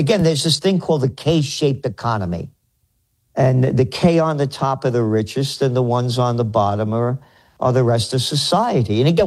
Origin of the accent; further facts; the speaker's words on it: Bronx, New York, United States; now in Kingston, United States; It's not the New York I grew up in the Bronx.